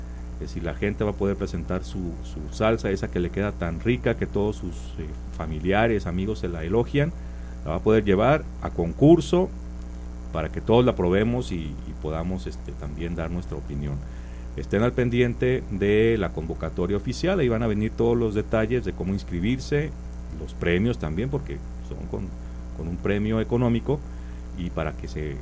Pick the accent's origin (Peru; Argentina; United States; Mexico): Mexico